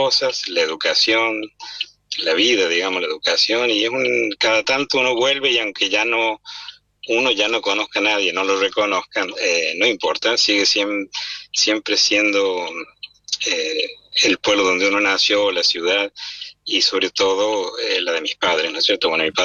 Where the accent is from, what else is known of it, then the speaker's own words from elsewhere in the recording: Cruz del Eje, Córdoba, Argentina; moved away; Cruz del Eje es nuestra ciudad que llevamos en el corazón